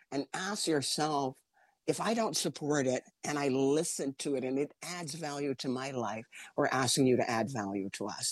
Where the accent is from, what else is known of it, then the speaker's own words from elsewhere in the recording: New York, United States; I'm from New York. There's a huge Haitian community in New York.